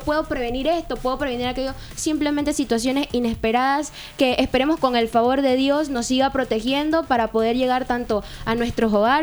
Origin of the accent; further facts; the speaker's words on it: Panama; porque somos muchos los panameños que vamos en buses. Somos muchos los panameños que usamos el transporte público